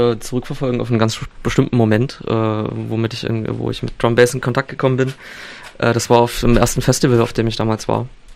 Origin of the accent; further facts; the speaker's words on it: Köthen, Saxony-Anhalt, Germany; born there; moved away as an adult; now in Halle, Germany; Nicht ganz gebürtig aus Köthen. Das ist eine halbe Stunde entfernt